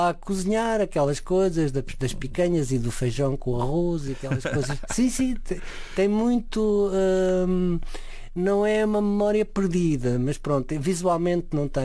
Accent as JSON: {"language": "Portuguese", "town": "Tomar", "region": "Santarém", "country": "Portugal", "tie": "born or raised there", "lives_now": "Lisbon, Portugal", "said": "Cresci em Tomar. Cresci, sim."}